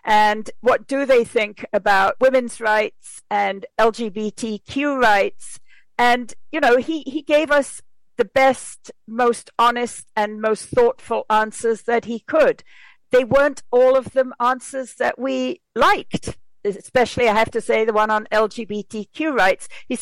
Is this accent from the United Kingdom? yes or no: yes; England, United Kingdom; And for me, like, I grew up in England in the 1950s, you know, when the newspapers and the public sphere were all full of the Mau Mau in Kenya.